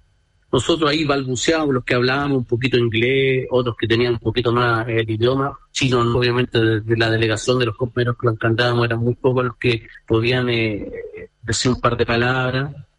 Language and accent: Spanish; Chile; nosotros como chilenos